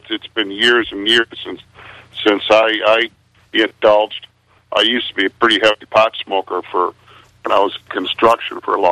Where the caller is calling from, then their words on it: Michigan, United States; here in Michigan changed when I was 18 to be able to buy. And from then on, I'm 59 now.